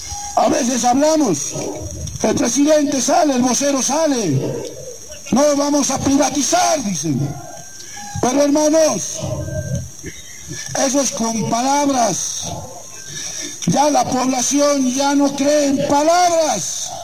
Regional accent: Bolivia; Todos somos bolivianos. Somos un Estado plurinacional de Bolivia.

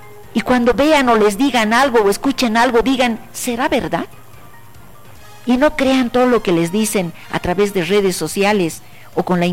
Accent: Bolivia; nosotros primero somos bolivianos. Antes de ser cruceños, alteños, paceños, somos bolivianos.

